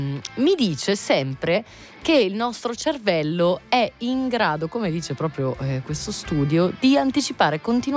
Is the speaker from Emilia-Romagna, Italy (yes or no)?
yes; Emilia-Romagna, Italy; io essendo emiliana avevo qualche problema, ho qualche problema con la pronuncia corretta della S